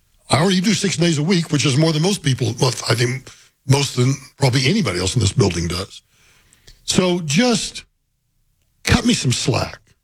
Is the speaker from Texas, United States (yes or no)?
no; Liberal, Kansas, United States; born or raised there; now in Colorado, United States